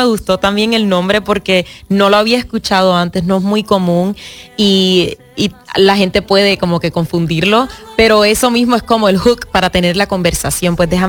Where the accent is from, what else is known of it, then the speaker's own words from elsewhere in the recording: Miami, Florida, United States; born there; now in Los Angeles, United States; Yo nací en Miami, so cada vez que estoy aquí es como que yo me curo la alma con los pastelitos